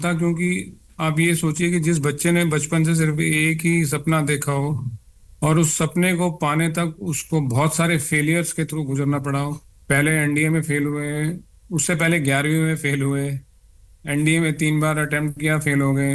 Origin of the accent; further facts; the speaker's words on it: Roorkee, Uttarakhand, India; also born or lived in Jagadhri, Haryana; मेरा जन्म हरियाणा में हुआ है, जगाधरी के पास, और मेरी सारी स्कूलिंग जो हुई है वो अब जिसको उत्तराखंड बोलते हैं, रुड़की, जो IIT रुड़की के लिए मशहूर है, वहाँ पे हुई है।